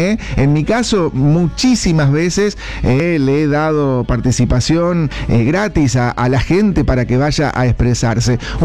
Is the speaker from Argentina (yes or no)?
yes; Argentina; Como cuando se juega el mundial y somos todos argentinos.